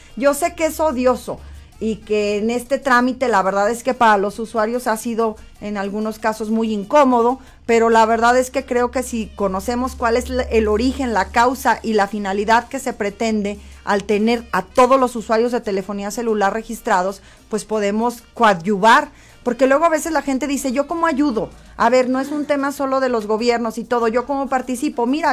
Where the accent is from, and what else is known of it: Zacatecas, Mexico